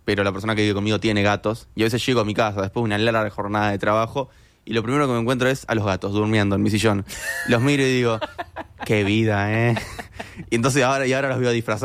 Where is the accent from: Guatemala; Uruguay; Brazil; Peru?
Uruguay